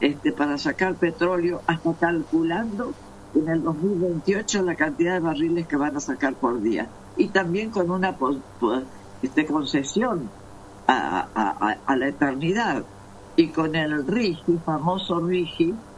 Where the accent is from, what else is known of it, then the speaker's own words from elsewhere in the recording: Entre Ríos, Argentina; yo soy de Entre Ríos.